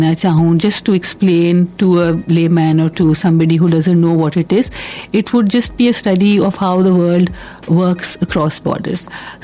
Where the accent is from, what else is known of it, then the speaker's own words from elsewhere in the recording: Pakistan; events that shape each of us as a Pakistani, when we look at our political system and what it is providing for us.